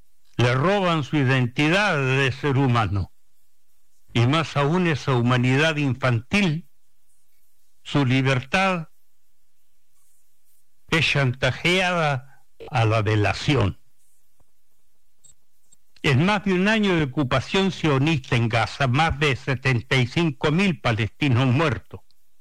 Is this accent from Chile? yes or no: yes; Chile; Los chilenos, por ejemplo, somos todos mestizos.